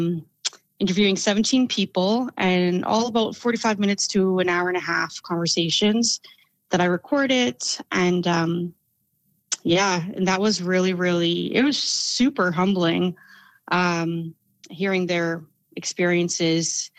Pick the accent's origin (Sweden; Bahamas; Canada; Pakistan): Canada; Halifax, Nova Scotia; moved away as an adult; also born or lived in Montreal / Vancouver / Toronto; I ended up moving back to Halifax, where I'm from Montreal.